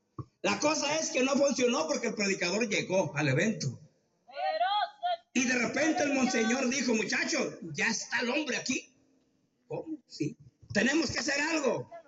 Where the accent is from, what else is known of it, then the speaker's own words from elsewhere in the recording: Michoacán, Mexico; yo como soy de Michoacán